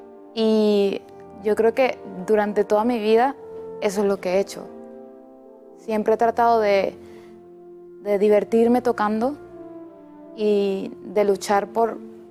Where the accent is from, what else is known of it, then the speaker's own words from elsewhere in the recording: Venezuela; todos los músicos que crecimos en Venezuela y aprendimos a tocar un instrumento